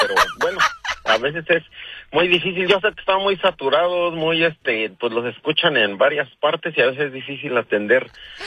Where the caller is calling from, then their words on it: San Lorenzo Huitzizilapan, State of Mexico, Mexico; ahí por el rumbo de Santiago Tianquistenco, yo pertenezco. Mi pueblito es un pequeño pueblito, se llama San Lorenzo, Huehuetitlán